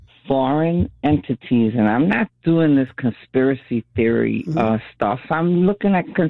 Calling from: New York, United States; I'm a Bronx girl

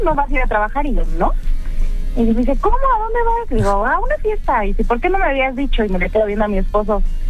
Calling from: Nicolás Romero, State of Mexico, Mexico; de Nicolás Romero.

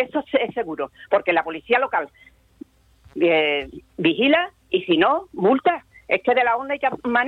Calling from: Cádiz, Andalusia, Spain

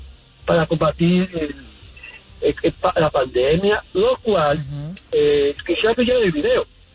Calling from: Queens, New York, United States; Queens, New York.

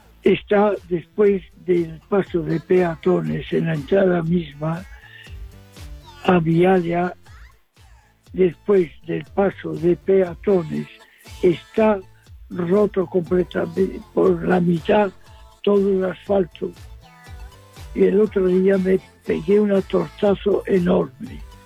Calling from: Vigo, Galicia, Spain; vivo en Vía Norte

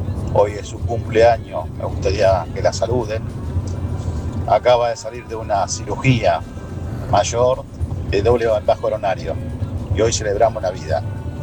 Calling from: General Rodríguez, Buenos Aires Province, Argentina; de General Rodríguez.

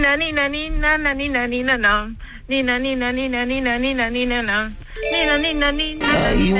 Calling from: Ingenio, Canary Islands, Spain; Gran Canaria. Vivo en Ingenio y trabajo en Moya

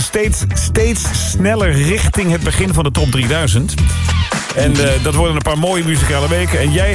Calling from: Capelle aan de IJssel, South Holland, Netherlands; uit de Capelle aan de IJssel.

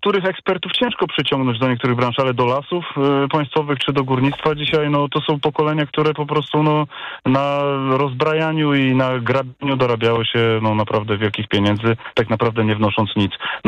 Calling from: Silesian Voivodeship, Poland; ja pochodzę ze Śląska, tutaj sytuacja jest dosyć industrialna

